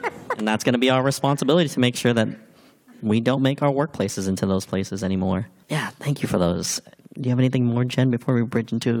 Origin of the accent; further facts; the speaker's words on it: United States; Growing up in America